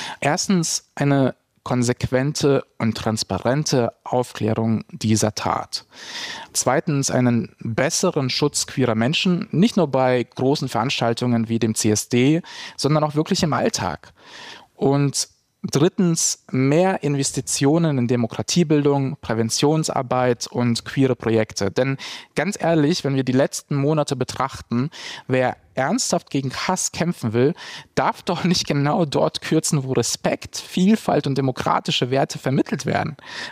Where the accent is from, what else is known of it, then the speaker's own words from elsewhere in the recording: Ingolstadt, Bavaria, Germany; now in Berlin, Germany; Ich bin aus Bayern hierher gekommen, aus Ingolstadt, und ich habe mich sehr frei gefühlt